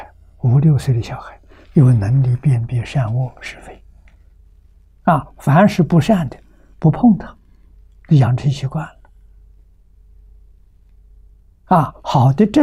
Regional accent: Tongcheng, Shucheng, Anhui, China; now in Hong Kong; 出生在桐城派的根据地，我们的家乡桐城、舒城、庐江这三个城距离差不多都是30公里、20-30公里

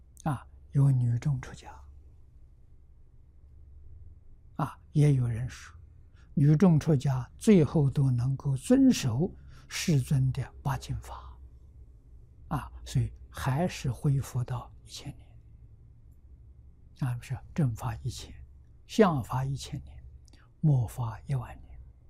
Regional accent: China; 我们中国人算虚岁，外国人算实足年龄

